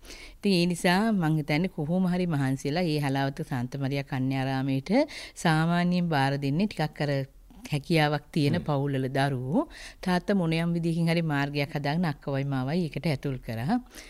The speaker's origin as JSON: {"language": "Sinhala", "town": "Rattota", "region": "Central Province", "country": "Sri Lanka", "tie": "born there", "said": "මම ඇත්තටම ගත්තොත් ඉතාම දුප්පත් පවුලක දෙවෙනි දියණිය. මම උපත ලබන්නේ දැනට මම භාරව කටයුතු කරන රත්තොට ආසනයමයි."}